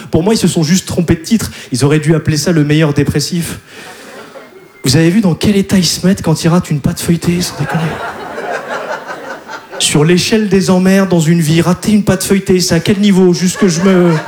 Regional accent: Hauts-de-France, France; moi je viens du Nord.

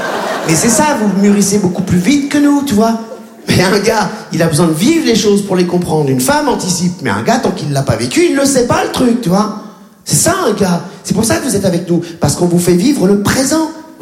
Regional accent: Réunion, France; quand j'étais gamin, mes ennemis à La Réunion, c'était les surfeurs

